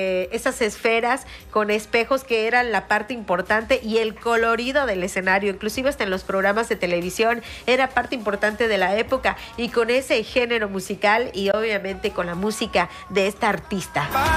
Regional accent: Mexico

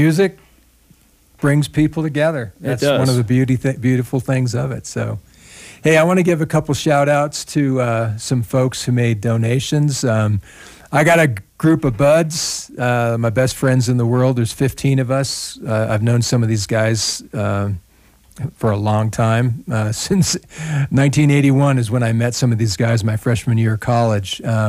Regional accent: Orange County, California, United States; moved away; I was from Orange County

